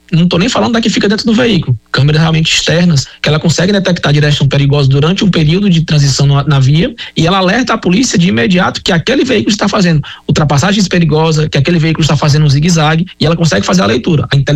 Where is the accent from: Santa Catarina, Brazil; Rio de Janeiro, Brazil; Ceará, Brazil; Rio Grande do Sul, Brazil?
Ceará, Brazil; Fortaleza; eu sou natural de Fortaleza, tá? Mas viajo muito a São Paulo